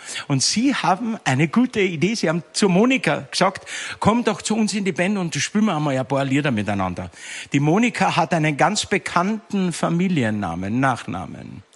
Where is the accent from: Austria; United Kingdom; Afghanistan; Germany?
Austria; eine Gruppe aus Österreich … die aus einer wunderschönen Gegend in meinem Heimatland kommen.